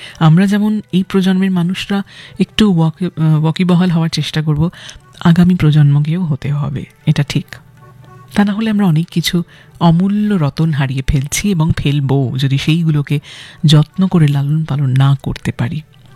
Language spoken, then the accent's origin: Bangla; Kolkata, West Bengal, India; গোটা কলকাতা শহর, পশ্চিমবঙ্গ এবং ভারতবর্ষে আমরা জন্মেছি, সার্থক জন্ম আমাদের এই দেশে